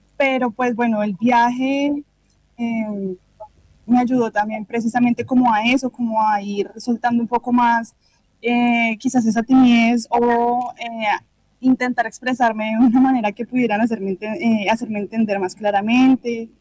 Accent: Bogotá, Bogotá Capital District, Colombia; moved away as an adult; now in Concordia, Argentina; Yo en Colombia vivo en Bogotá, en el distrito capital.

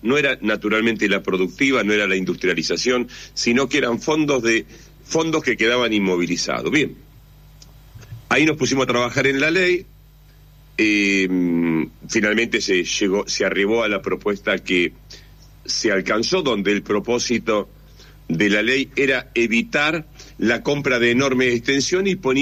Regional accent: Chacabuco, Buenos Aires Province, Argentina; Yo soy de Chacabuco, las extensiones son de 100, 200, 300 hectáreas

